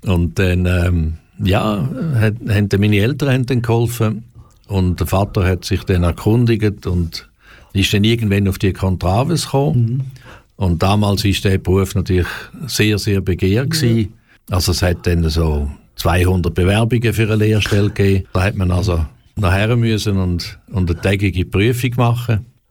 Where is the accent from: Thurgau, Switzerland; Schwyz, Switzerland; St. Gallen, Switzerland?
Thurgau, Switzerland; Romanshorn; born or raised there; now in Aargau, Switzerland